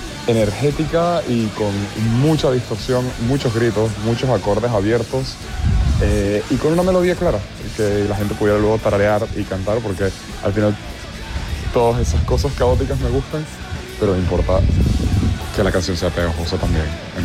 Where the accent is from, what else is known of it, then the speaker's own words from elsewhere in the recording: Venezuela; Pues yo, como persona venezolana, quería también hacer este grupo como no solo un grupo español, sino un grupo hispano